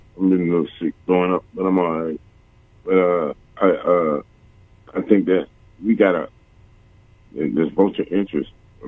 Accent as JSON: {"language": "English", "region": "the South", "country": "United States", "accent": "Southern", "said": "because I'm from the South with a Southern accent."}